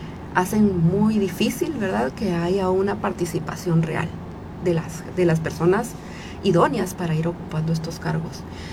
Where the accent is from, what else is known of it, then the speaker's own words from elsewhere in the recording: Guatemala; nosotras como guatemaltecas